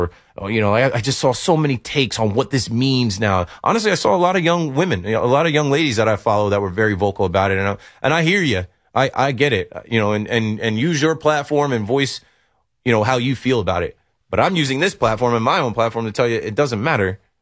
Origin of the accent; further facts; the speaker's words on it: United States; I'm an American. My life has been pretty good in America.